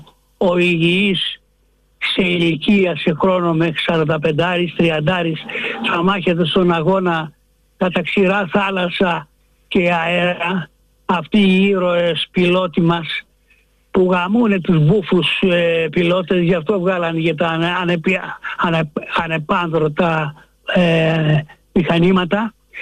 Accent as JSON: {"language": "Greek", "town": "Galatsi", "region": "Attica", "country": "Greece", "said": "Καλησπέρα … είμαι από Γαλάτσι."}